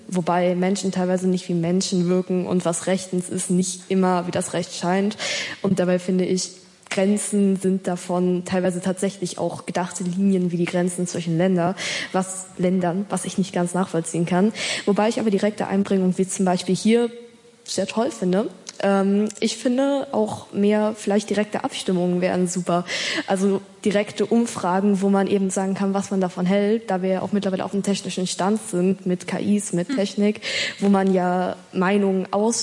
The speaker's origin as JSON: {"language": "German", "town": "Rostock", "region": "Mecklenburg-Vorpommern", "country": "Germany", "said": "ich bin 14 Jahre, ich komme aus Rostock."}